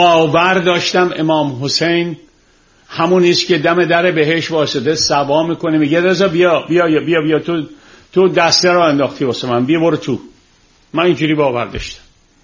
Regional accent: Iran; moved away; وقتی که من از ایران اومدم بیرون در فرانسه در سال 1954 میشه 1333 شمسی

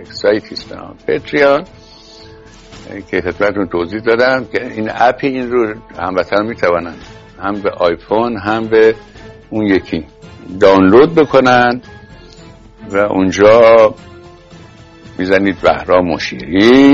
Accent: Iran; moved away as an adult; now in United States

